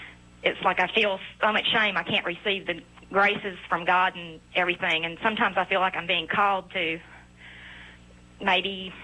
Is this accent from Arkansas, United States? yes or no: yes; Arkansas, United States; Uh-huh. I'm from Arkansas. and I love your show.